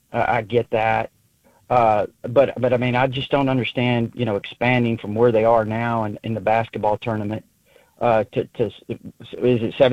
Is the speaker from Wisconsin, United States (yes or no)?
no; Texas, United States; Growing up in South Texas, it was so hot and humid down there.